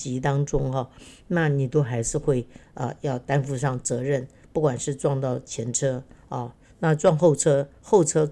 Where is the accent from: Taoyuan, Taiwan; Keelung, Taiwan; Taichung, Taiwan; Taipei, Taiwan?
Keelung, Taiwan; 我小时候是住在基隆哈，啊，基隆是个港口。那因为我要搭公车上下学哈，因为我小学的时候就从乡下进城去念书了